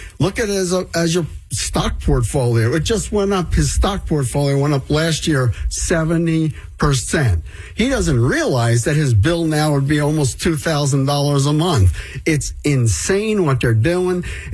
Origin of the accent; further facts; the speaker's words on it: Rahway, New Jersey, United States; I'm from Rahway, New Jersey. The town went to crap.